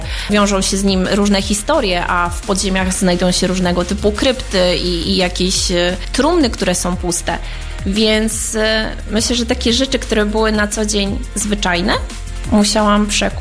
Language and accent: Polish; Iława, Warmian-Masurian Voivodeship, Poland; jestem rodowitą Iławianką